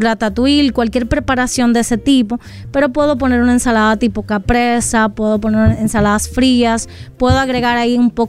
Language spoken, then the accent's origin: Spanish; Dominican Republic